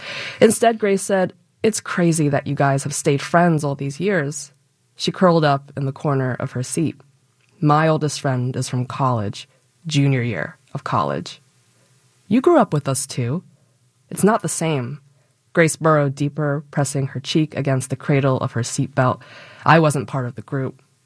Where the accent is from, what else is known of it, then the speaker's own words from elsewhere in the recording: North Potomac, Maryland, United States; I had really idyllic childhood growing up in North Potomac